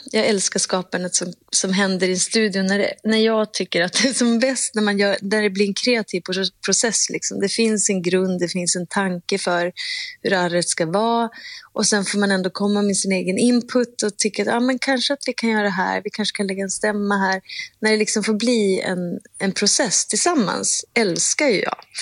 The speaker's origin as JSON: {"language": "Swedish", "town": "Umeå", "region": "Västerbotten County", "country": "Sweden", "said": "Och jag är från Umeå och gick på, då hette det ju inte kulturskolan, det hette det musikskolan."}